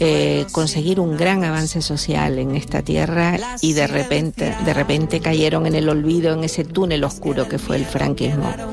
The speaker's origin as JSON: {"language": "Spanish", "area": "La Palma", "region": "Canary Islands", "country": "Spain", "tie": "born or raised there", "said": "en La Palma, en el Circo de Marte, en mi tierra"}